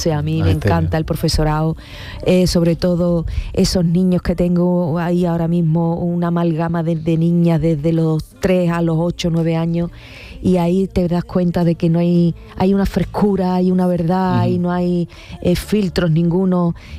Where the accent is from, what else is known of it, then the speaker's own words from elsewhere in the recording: Rociana del Condado, Andalusia, Spain; el vino en mi pueblo, en Rociana del Condado.